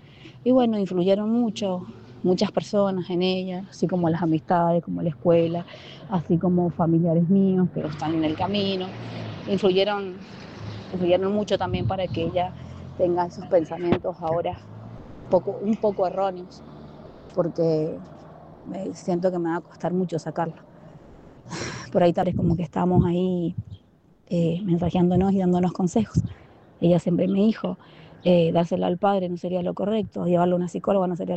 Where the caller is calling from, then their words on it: Guaymallén, Mendoza, Argentina; Bendiciones, siempre lo escucho. … de Guaymallén.